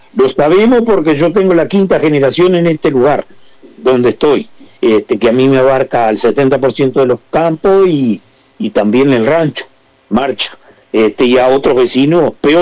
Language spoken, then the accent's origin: Spanish; Uruguay; Los dueños somos todos los uruguayos.